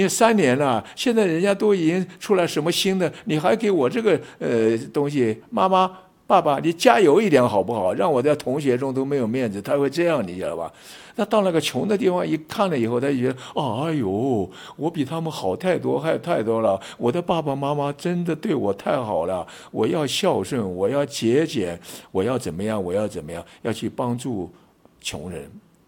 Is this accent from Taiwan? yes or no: yes; Taiwan; 他晓得我从台湾来的